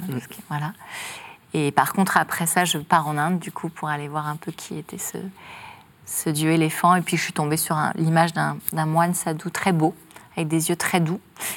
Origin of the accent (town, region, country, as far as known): Paris, Île-de-France, France